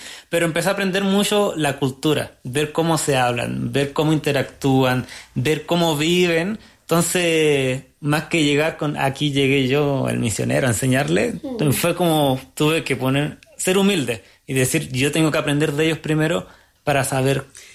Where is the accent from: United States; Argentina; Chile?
Chile; Arica, Arica y Parinacota; soy de Arica, no una ciudad tan grande, pero todavía hay una ciudad